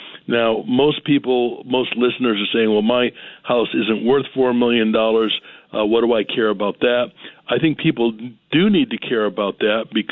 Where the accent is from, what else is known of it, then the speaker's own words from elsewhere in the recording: Maine, United States; I grew up in Maine